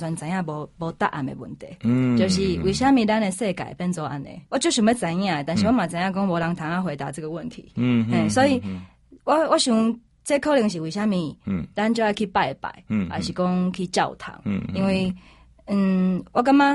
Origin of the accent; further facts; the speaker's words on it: Taiwan